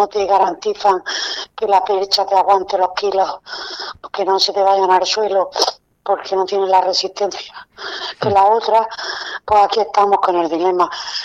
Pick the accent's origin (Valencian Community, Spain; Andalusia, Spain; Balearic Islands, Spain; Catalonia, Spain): Andalusia, Spain; Almería; los que somos de Almería y conocemos la feria, la hemos vivido desde niño.